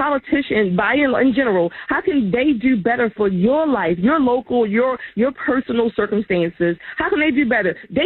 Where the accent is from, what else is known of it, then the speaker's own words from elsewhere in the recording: Baltimore, Maryland, United States; now in Towson, United States; As a black woman, born and raised in Baltimore, in Maryland